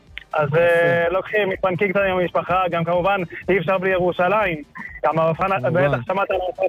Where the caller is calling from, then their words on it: Netivot, Southern District, Israel; אנחנו בארץ מנתיבות.